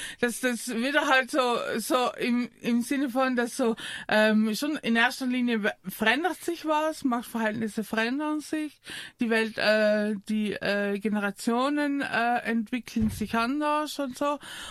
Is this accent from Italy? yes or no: yes; Trentino-Alto Adige, Italy; weil ich komme ja aus Südtirol und dann sagt man, ich fühle mich ja selber irgendwie als Migrantin, bin ich ja, oder weil ich aus Südtirol komme.